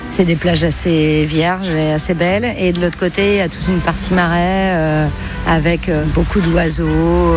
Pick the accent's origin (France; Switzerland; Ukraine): France; Pleuven, Brittany; moved away as an adult; also born or lived in Spain / Ireland; je suis de Pleuven, qui est une petite commune limitrophe de Quimper.